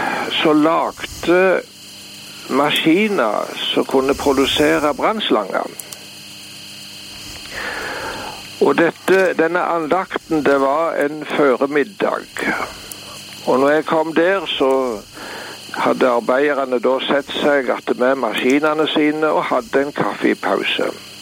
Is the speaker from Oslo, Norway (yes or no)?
no; Varhaug, Rogaland, Norway; Jeg huset hjemme på Varhau, på det gamle, der som jeg vokste opp, på det gamle forsamlingshuset der.